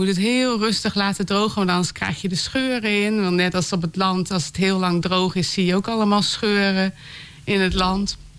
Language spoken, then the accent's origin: Dutch; Netherlands; ik ben ook geboren in de Rijdenwolderpolder. Dus ik ben een boerendochter.